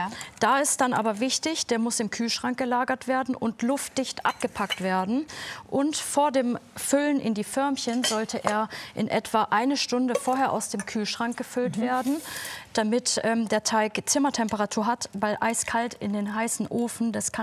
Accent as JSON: {"language": "German", "town": "Böblingen", "region": "Baden-Württemberg", "country": "Germany"}